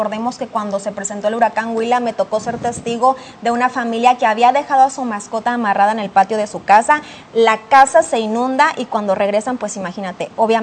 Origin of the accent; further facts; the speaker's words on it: Santiago Ixcuintla, Nayarit, Mexico; en Santiago Ixcuintla, desde ayer, mi tierra justamente, mis papás me estaban poniendo muy al tanto, les pregunté que cómo estaba la situación allá